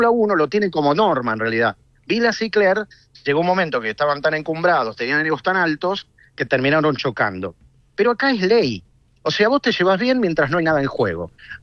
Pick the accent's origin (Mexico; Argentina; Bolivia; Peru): Argentina; Pero somos divinos los argentinos.